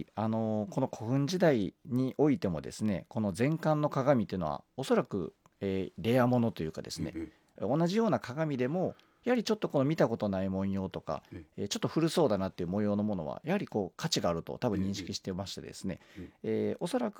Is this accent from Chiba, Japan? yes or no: no; Nishinomiya, Hyogo, Japan; もともとは、まあ、兵庫県の、西宮の方で、まあ、生まれ育ちましてですね、本当は埋め立て地、新興住宅地で住んでましたので、